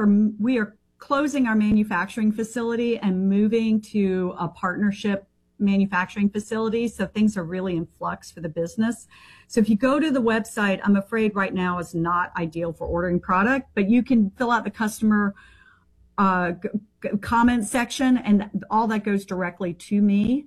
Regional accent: Eastman, Georgia, United States; It is in Eastman, Georgia. It's my hometown.

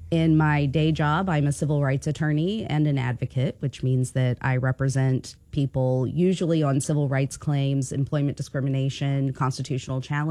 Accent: Springfield, Missouri, United States; I'm initially from Springfield, Missouri.

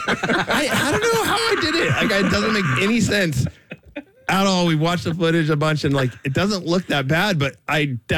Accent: Ojai, California, United States; where I live now, I live back in my hometown, which is nowhere near the snow

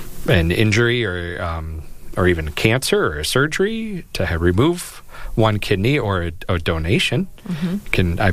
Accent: South Dakota, United States; I've been in Brookings over 13 years now. I'm born and raised in South Dakota

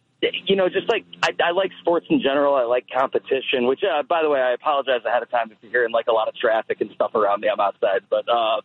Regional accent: United States; Hard for me to say as an American

